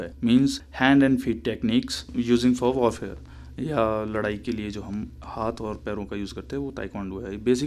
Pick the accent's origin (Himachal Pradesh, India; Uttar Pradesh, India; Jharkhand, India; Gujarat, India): Himachal Pradesh, India; Shimla; मैं शिमला के आईजीडी पंचायत से बिलोंग करता हूँ